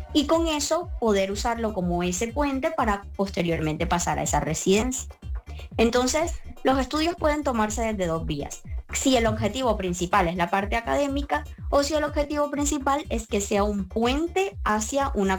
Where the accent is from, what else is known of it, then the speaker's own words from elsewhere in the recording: Barranquilla, Atlántico, Colombia; now in Seville, Spain; suelen ser mucho como en la costa en Colombia, yo soy